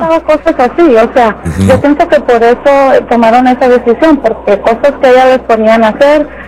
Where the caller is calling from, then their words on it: Lexington, Kentucky, United States; Mira, yo les llamo desde Lexington, Kentucky.